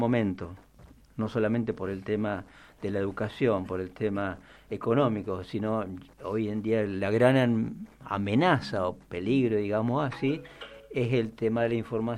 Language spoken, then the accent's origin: Spanish; Argentina; como argentinos nos falta ir